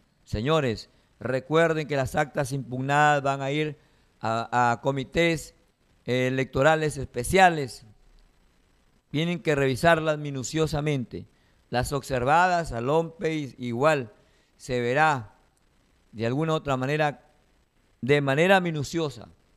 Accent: Peru; todos somos peruanos

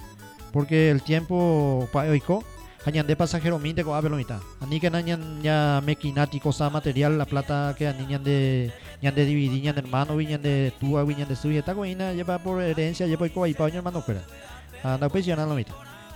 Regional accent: Paraguay; que somos paraguayos, que somos cristianos, que somos hijos de Dios.

